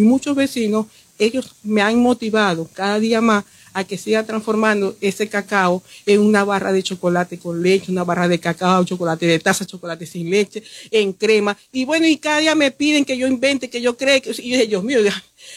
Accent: Bobures, Zulia, Venezuela; yo vengo también de un pueblo donde también viví, y como también nos cuentan nuestros abuelos, nuestros antepasados, que tuvieron que trabajar nuestra tierra en sembrar el cacao, el café, la yuca, todo eso que es el sur del lago

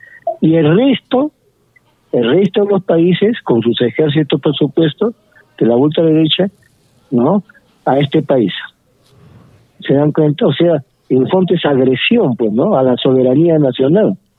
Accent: Peru

